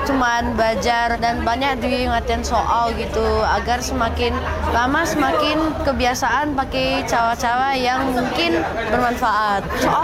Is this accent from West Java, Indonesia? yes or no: no; Pekanbaru, Riau, Indonesia; kelas 6 di SD Witama Nasional Pusikan di Pekanbaru. Saya dari Riau.